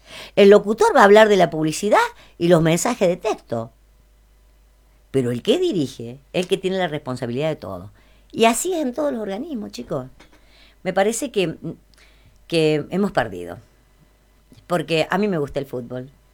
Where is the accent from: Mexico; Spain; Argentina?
Argentina; Villa Mercedes, San Luis; somos de acá, de Villa Mercedes